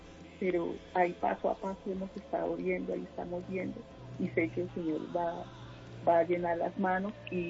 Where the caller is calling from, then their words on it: Bogotá Capital District, Colombia; aquí en Patio Bonito.